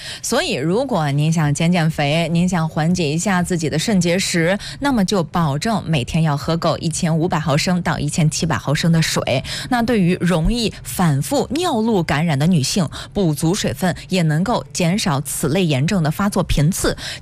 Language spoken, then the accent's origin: Chinese; Shandong, China